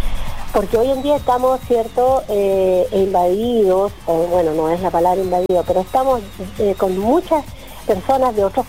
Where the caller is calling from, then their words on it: Chile; como buen chileno o buena chilena